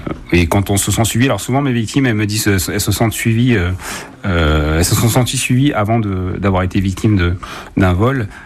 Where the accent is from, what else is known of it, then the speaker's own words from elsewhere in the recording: Laval, Pays de la Loire, France; moi je suis lavallois, je suis né à Laval, j'ai connu Laval plus sûr que l'heure actuelle.